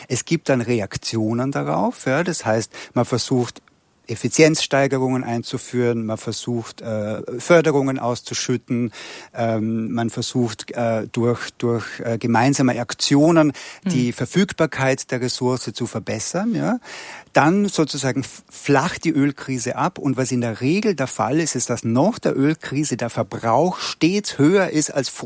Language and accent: German; Austria; Also ich war jetzt letzte Woche in Vorarlberg, ich bin ja aus Österreich, da war ich bei meiner Mutter auf Besuch